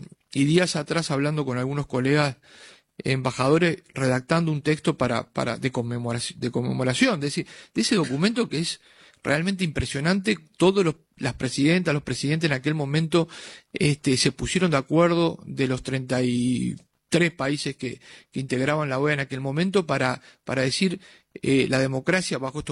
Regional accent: Uruguay

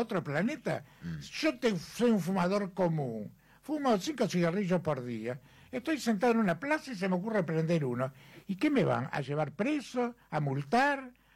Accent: Uruguay; porque somos uruguayos, como dice la visa.

